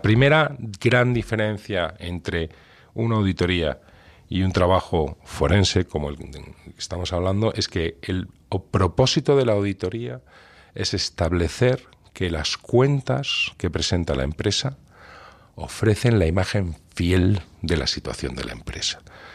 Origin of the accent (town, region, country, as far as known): Spain; also born or lived in United Kingdom